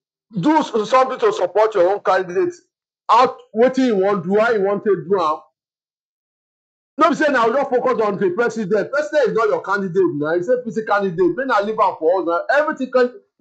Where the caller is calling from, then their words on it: Lagos, Nigeria; I'm calling from Ibute Beta.